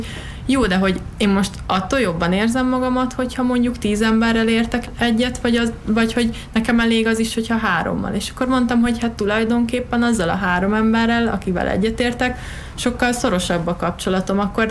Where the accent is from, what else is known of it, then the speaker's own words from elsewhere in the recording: Hungary; mi magyarok vagyunk